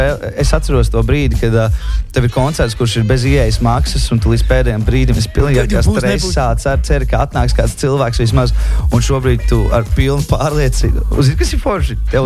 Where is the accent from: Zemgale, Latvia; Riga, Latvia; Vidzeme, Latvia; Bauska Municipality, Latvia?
Zemgale, Latvia; Jelgava; kur mēs tiekamies Jelgavā 26. Manā dzimtajā pilsētā